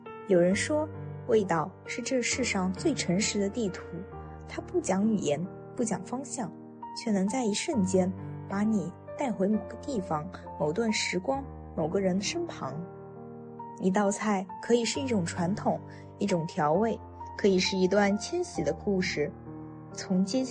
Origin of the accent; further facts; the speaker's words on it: Zhejiang, China; 我是浙江人